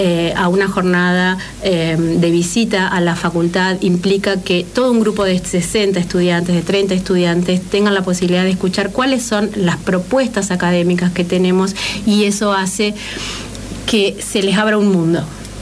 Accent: Argentina; nosotros como sociedad argentina

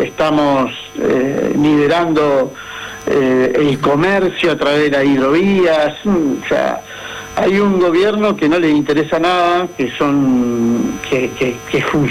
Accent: Argentina; now in Federación, Argentina; lo que hoy estamos pagando el ajuste somos los argentinos de bien

